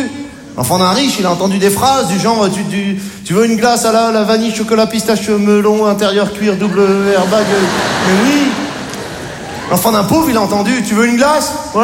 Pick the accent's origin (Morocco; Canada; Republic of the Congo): Morocco; born there